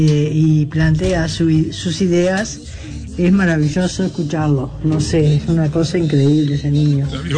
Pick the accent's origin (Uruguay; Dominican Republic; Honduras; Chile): Uruguay; Villa Rodríguez, San José; now in Montevideo, Uruguay; Oriunda de Villa Rodríguez.